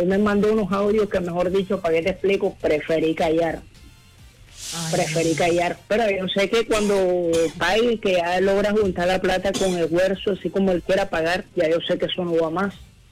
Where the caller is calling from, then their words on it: Soledad, Atlántico, Colombia; de la ciudad de Barranquilla, municipio de Soledad.